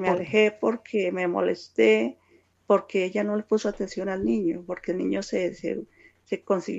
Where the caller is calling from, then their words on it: Bogotá, Colombia; Le hablo desde Bogotá